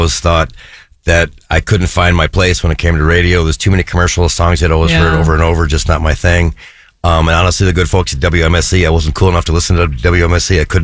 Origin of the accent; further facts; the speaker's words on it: Milwaukee, Wisconsin, United States; I was sharing before, I grew up in Milwaukee.